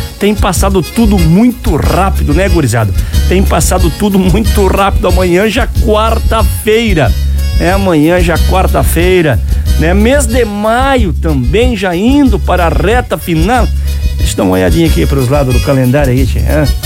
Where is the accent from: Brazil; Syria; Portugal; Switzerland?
Brazil; South Region; E nós somos aqui do sul do Brasil e temos essa cultura sulista no qual eu comungo